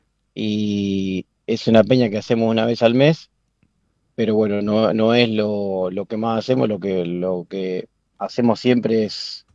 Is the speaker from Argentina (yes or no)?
yes; Pedernales, Buenos Aires Province, Argentina; Yo soy nacido y vivo en Pedernales, que es acá cerquita.